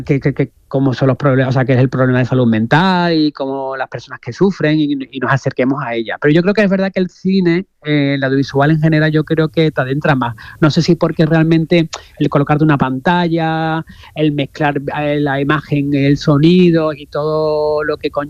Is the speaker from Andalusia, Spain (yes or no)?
yes; Andalusia, Spain; Yo soy una mezcla entre barroco, porque claro, soy andaluz.